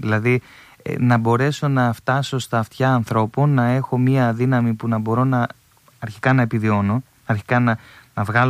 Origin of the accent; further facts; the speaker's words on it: Thessaloniki, Central Macedonia, Greece; οι καλλιτέχνες, οι τραγουδιστές που είμαστε και από τη Θεσσαλονίκη, μια έτσι ομάδα και μια ζήμη που μπορεί να αλλάξει πράγματα.